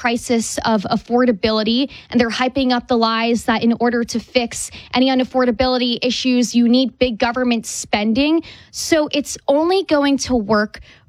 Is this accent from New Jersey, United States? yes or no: yes; New Jersey, United States